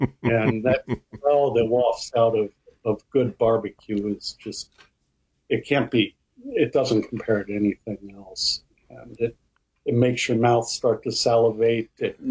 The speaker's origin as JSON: {"language": "English", "region": "Texas", "country": "United States", "tie": "born or raised there", "said": "Man, it started from birth. My mom was a Texan, and I'm a Texan by birth. And so I kind of grew up around the whole scene."}